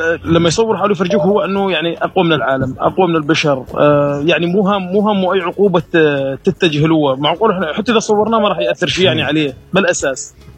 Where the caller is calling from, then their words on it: Deir ez-Zor, Deir ez-Zor Governorate, Syria; من دير الزور.